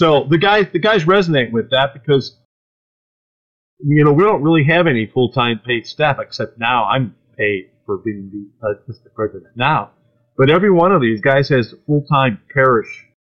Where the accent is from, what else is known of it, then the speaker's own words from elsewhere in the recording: Ohio, United States; now in Oklahoma, United States; Oklahoma, and I grew up in Ohio, and my wife Kathy is from Texas.